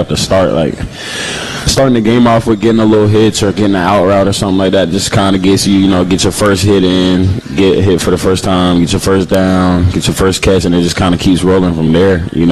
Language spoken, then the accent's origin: English; Florida, United States; moved away; I'm from Florida